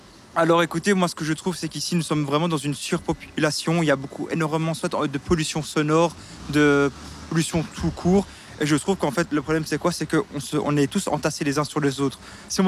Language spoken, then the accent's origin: French; Ixelles, Brussels-Capital Region, Belgium; born there; Si vous voulez, moi, à la base, je suis né ici à Ixelles.